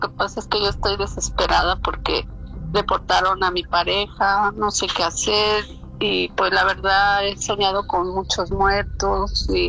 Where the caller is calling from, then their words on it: Los Angeles, California, United States; Yo soy de aquí del Valle de San Fernando.